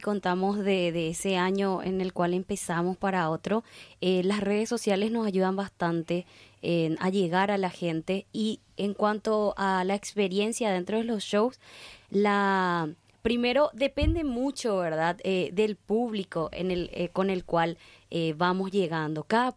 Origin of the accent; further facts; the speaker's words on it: Paraguay; no solamente como paraguayos